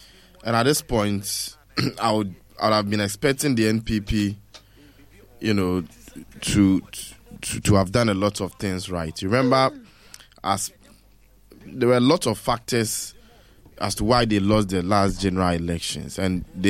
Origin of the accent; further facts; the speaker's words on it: Ghana; As a Ghanaian